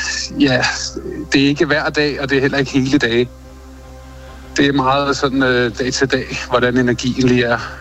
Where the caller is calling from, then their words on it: Capital Region of Denmark, Denmark; Hun bor hos mig i Nordsjælland